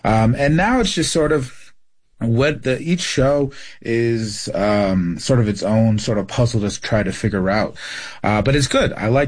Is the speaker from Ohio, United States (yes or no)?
no; Phoenix, Arizona, United States; also born or lived in Vanderweg, New Mexico; I grew up in living in Phoenix, and then for winters and summers, I'd go back with my mom up in Vanderweg, New Mexico, and just live out there on the res.